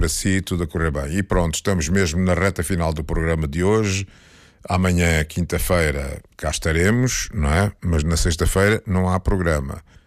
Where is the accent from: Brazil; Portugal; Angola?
Angola; Luanda; a senhora é de Luanda e eu também.